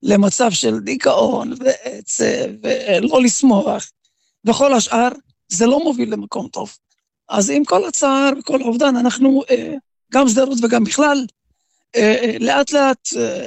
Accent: Sderot, Southern District, Israel; כל חיי הגעתי, נולדתי כאן, בקצב הזה נראה לי שגם אני אמות כאן.

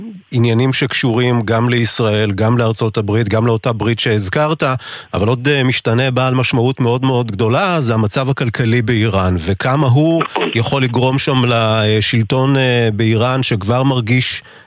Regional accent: Eilat, Southern District, Israel; born or raised there

